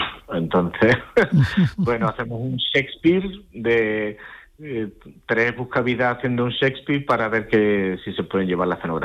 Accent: Linares, Andalusia, Spain; yo soy de Linares, y entonces como es Jaén, pues también pues me llevo cosas para mi pueblo

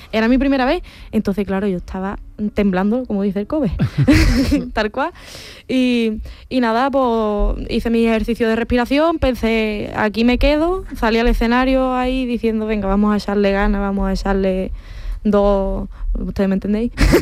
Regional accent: Cádiz, Andalusia, Spain; puedo decir carnavalera, soy de Cádiz

